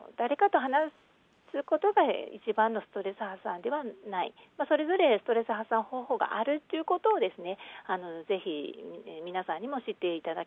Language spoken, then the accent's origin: Japanese; Kumamoto, Japan; moved away; 私が熊本の出身でして